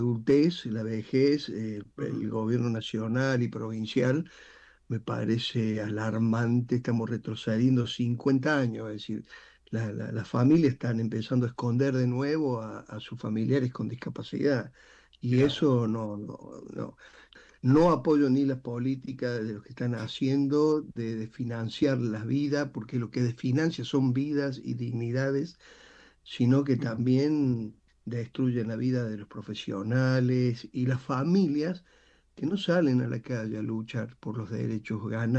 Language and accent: Spanish; Unquillo, Córdoba, Argentina; Yo soy de Unquillo, de las Sierras Chicas.